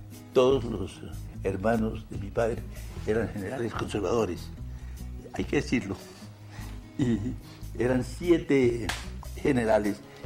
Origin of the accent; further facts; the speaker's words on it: Cúcuta, Norte de Santander, Colombia; moved away; Mi infancia pasó en Cúcuta. Yo estudié en una escuela que dirigía la hermana Rosalía, la hermana en la plazoleta Mercedes Ábrego.